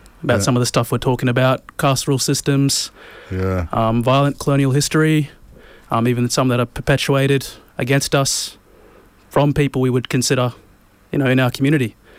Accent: Brisbane, Queensland, Australia; with South Sea Islander connections on both sides of the family. I was born and raised in Inala, and right now I'm broadcasting from 4ZZZ, Fortitude Valley

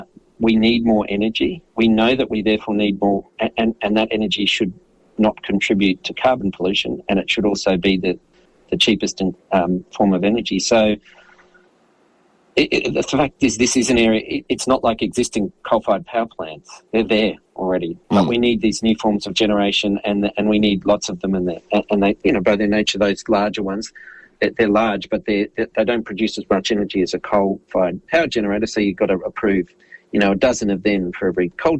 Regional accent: Brisbane, Queensland, Australia; I grew up in Brisbane

